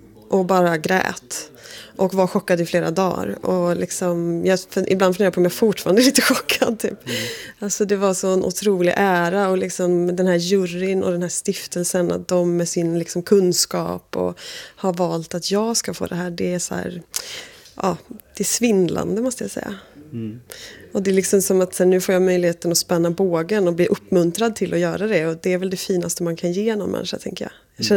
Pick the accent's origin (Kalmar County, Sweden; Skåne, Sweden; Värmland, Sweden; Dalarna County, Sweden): Värmland, Sweden; Torsby; now in Gothenburg, Sweden; och jag är från Värmland men jag bor i Göteborg och jag jobbar som konstnär.